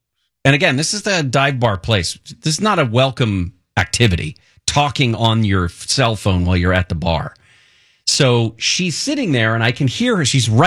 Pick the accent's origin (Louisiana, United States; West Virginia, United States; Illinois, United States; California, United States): California, United States; moved away; which I grew up in Northern California.